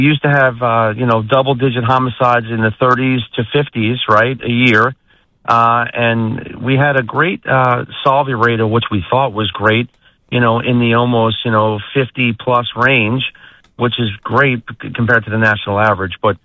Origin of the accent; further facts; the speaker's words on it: New York, United States; now in Lee County, Florida, United States; my hometown in New York